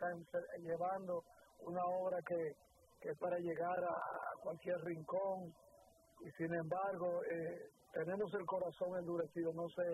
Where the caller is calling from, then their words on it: New York, United States; Estoy en Bedford Stuyvesant en este momento, pero realmente soy de East New York.